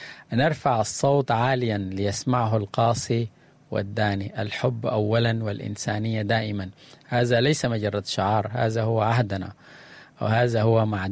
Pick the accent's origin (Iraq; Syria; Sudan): Sudan